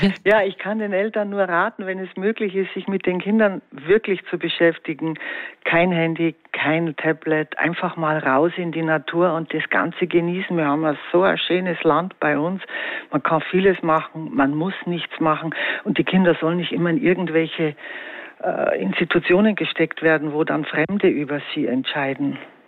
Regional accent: Bavaria, Germany; ich bin in Bayern aufgewachsen, da war das noch viel anders.

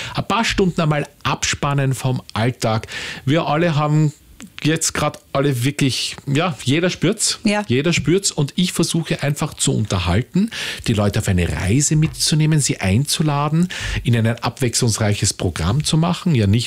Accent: Austria; so wie den, der Teesalon, sage ich einmal, bei uns in Österreich, eingeladen.

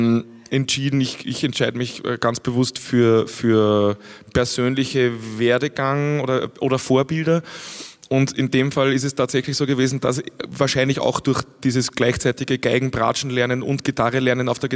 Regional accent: St. Florian, Upper Austria, Austria; Ich war mit meiner Mutter in der Musikschule St. Florian, wo ich aufgewachsen bin, die Schwester vom Blockflötenunterricht abholen.

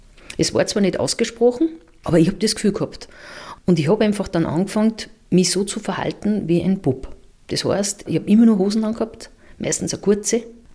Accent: Upper Austria, Austria; in diesem Umfeld bin ich irgendwo groß geworden, die Nachbarn waren alle Landwirte. Also ich bin auch mitten in der Natur aufgewachsen mit Kühe, Schweinerl.

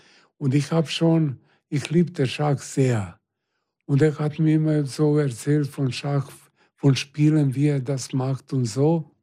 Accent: Belgrade, Serbia; moved away as an adult; now in Germany; Wir sind beide aus Belgrad.

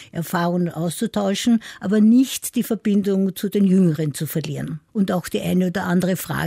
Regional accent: Vienna, Austria; Ich bin in der Haberlgasse aufgewachsen.

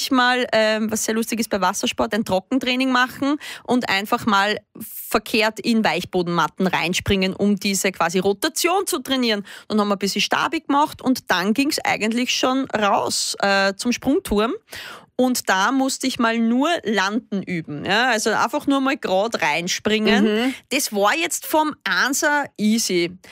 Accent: Ternitz, Lower Austria, Austria; ich bin ja auch immer mit 15 da in dieses Bad in Ternitz, wo ich aufgewachsen bin, gegangen

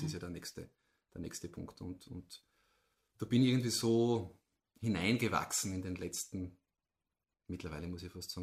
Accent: Eibiswald, Styria, Austria; Wenn ich sage, ich komme aus Eibiswald, dann schauen wir mal an und denken sie, wo ist das? Dann könnte ich sagen, naja, das ist südlich von Graz

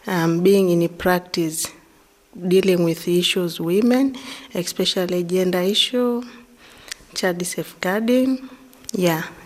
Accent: Arusha, Tanzania; as now I'm a Maasai from Tanzania, Arusha, but I've been working in Biharamulo.

